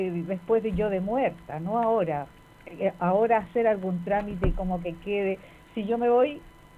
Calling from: Viña del Mar, Valparaíso, Chile; Acá, del Centro Viña.

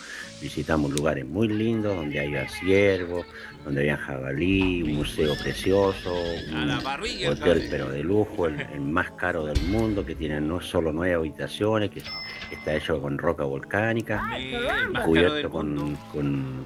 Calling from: Quilpué, Valparaíso, Chile; mi pareja vive en Santiago, yo soy de Quilpué.

